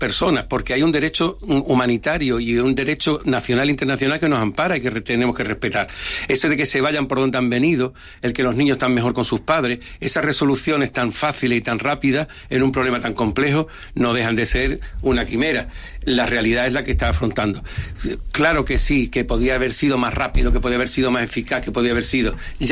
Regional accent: Ceuta, Spain; de Ceuta, somos socialistas y ceutíes, y esas dos cosas no son incompatibles

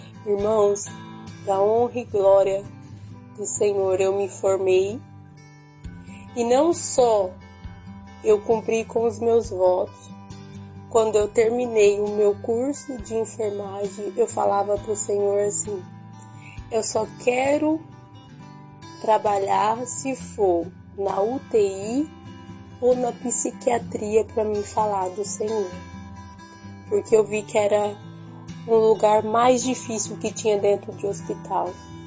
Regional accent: Presidente Prudente, São Paulo, Brazil; sou da cidade de Presidente Prudente.

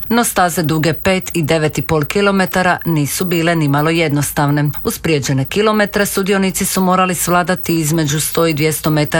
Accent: Austria; Mi smo iz Austrije, ovo nam je prvi put u Maslenici, imamo kuću na Pagu, nije daleko, pa smo odlučili doći ovamo.

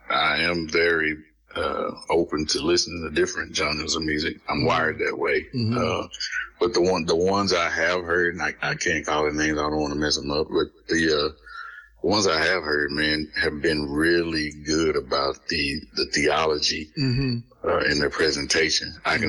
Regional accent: Canyon, Texas, United States; there in my hometown, the university there, West Texas A&M University, they wanted to put together a Black History program.

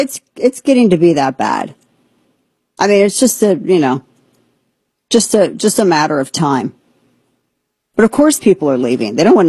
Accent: the Ozarks, United States; I'm not saying this is a pejorative, but I'm from Ozarks.

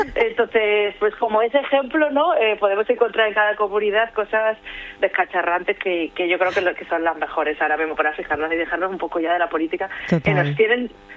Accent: Pamplona, Navarre, Spain; Yo soy de Pamplona, me acuerdo de una noticia de Pamplona

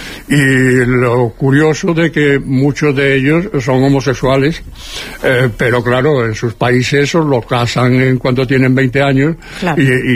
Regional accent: Seville, Andalusia, Spain; now in Barcelona, Spain; cuando vinimos de Sevilla

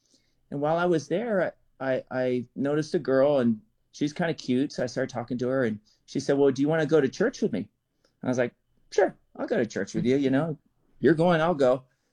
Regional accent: Cincinnati, Ohio, United States; I was born in Cincinnati, Ohio, and I grew up there in the Midwest.

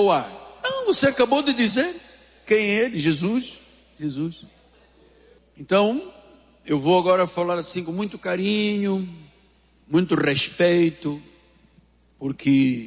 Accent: Angola; Bué quer dizer muito na minha língua, da minha terra. Angola, Quimbundo, bué, quer dizer muito

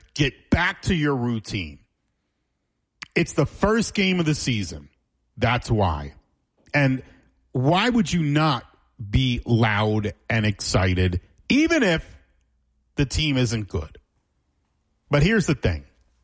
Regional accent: Florida, United States; I grew up in South Florida. I have lived in South Florida my entire life.

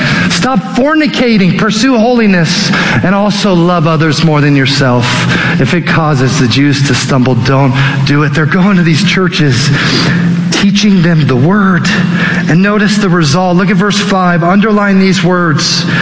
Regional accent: Aurora, Colorado, United States; also born or lived in Boston; I grew up in Aurora. I'm a native to Colorado.

